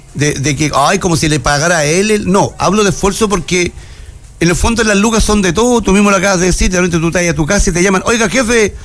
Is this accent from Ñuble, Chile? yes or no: no; Antofagasta, Chile; soy de Antofagasta.